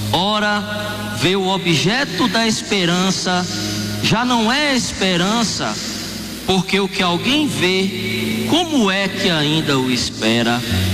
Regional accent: Brumado, Bahia, Brazil; sou da cidade de Brumado

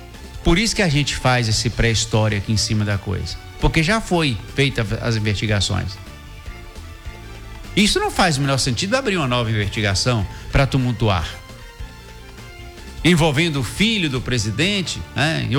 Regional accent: Brazil; Nós somos comuns, somos brasileiros

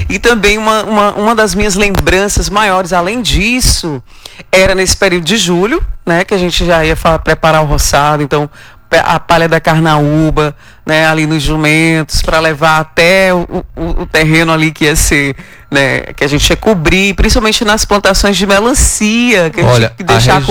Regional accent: Nazaré, Piauí, Brazil; De Nazaré, né? Pegando um pouquinho ali entre Cabeceiras e Campo Maior também, foi onde eu passei a minha infância, no Piauí.

